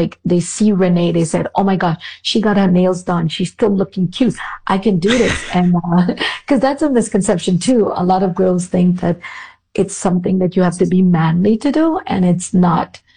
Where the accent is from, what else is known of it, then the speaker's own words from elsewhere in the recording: Trinidad & Tobago; now in New York City, United States; growing up in Trinidad and Tobago